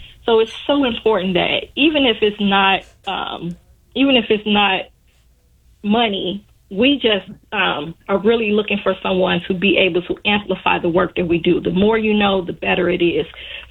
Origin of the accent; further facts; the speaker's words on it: Chicago, Illinois, United States; I am a child born and raised in Cabrini Green. I was there the entire time.